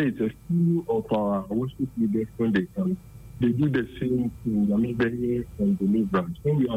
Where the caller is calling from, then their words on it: Botswana; I'm calling from Botswana.